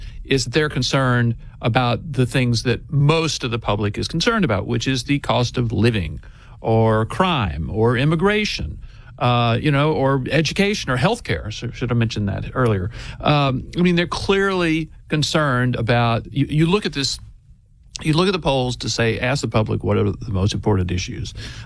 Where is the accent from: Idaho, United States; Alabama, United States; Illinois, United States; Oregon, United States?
Alabama, United States; Yeah, and I hear, I'm from Alabama, but I hear there's a lot of football in Michigan